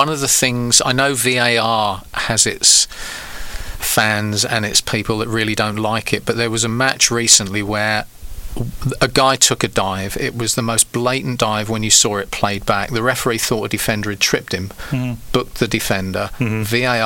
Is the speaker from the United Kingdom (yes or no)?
yes; England, United Kingdom; I'm an Englishman